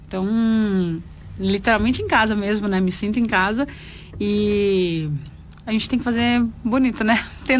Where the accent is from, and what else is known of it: Campinas, São Paulo, Brazil; born or raised there; now in Pato Branco, Brazil